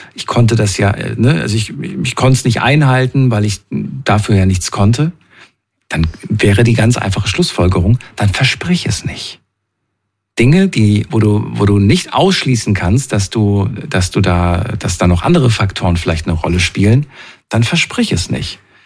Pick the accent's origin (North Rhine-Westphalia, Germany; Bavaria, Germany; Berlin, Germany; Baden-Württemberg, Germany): North Rhine-Westphalia, Germany; Ich komme aber auch aus NRW.